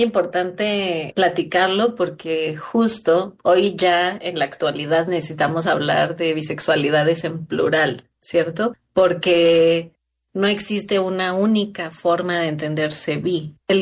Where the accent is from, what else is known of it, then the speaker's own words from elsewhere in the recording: San Luis Potosí, Mexico; me resignifico del barrio porque soy de San Luis Potosí, del buen barrio llamado Valle Dorado.